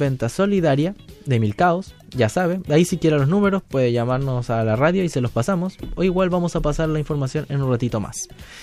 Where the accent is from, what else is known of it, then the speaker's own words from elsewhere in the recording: Maullín, Los Lagos, Chile; como buenos chilenos, ya, compañeros, como buenos habitantes, específicamente de Maullín